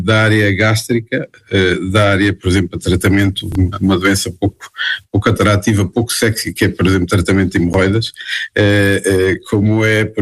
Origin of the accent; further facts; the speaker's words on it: Portugal; e eu como português, acho que devo acrescentar valor àquilo que é a indústria nacional